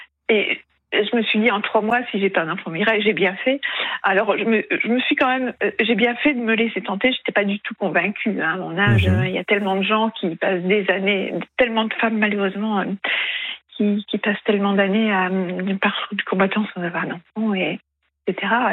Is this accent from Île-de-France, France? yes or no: no; Hauts-de-France, France; je disais à Florian que je suis native du Pas-de-Calais